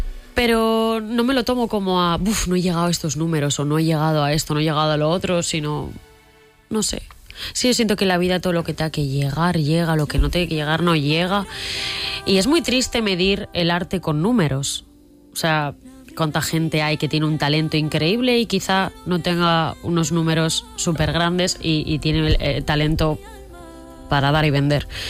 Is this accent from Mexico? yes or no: no; Spain; Pero creo que ser una mujer española para mí tiene un peso increíble. Me siento muy orgullosa de donde vengo, de mis raíces, de lo que somos.